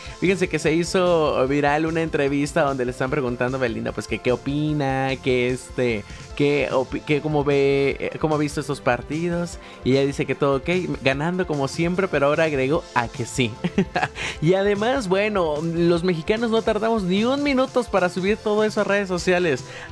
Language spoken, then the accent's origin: Spanish; Mexico; Y hoy hay algo que nos distingue como mexicanos, ¿no?